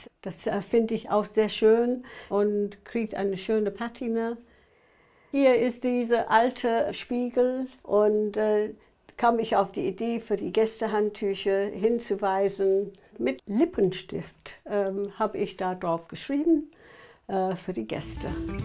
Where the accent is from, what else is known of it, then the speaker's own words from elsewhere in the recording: England, United Kingdom; German is a second language; um diese englische Ambiente im Stil meiner Heimat hinzubekommen.